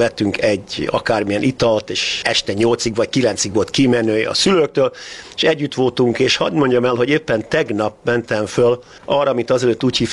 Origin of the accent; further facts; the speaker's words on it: Hungary; moved away as an adult; now in United Kingdom; magának akcentusa van, hova valós, és mondom, hogy hungry.